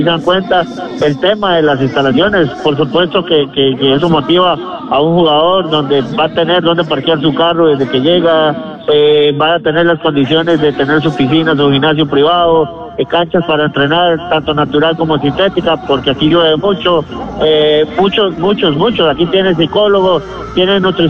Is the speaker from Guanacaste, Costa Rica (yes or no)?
yes; Guanacaste, Costa Rica; porque es que yo soy de Guanacaste y que ahí están los mejores jugadores